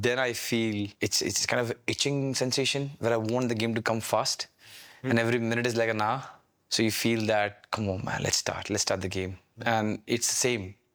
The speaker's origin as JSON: {"language": "English", "country": "India", "said": "As an Indian"}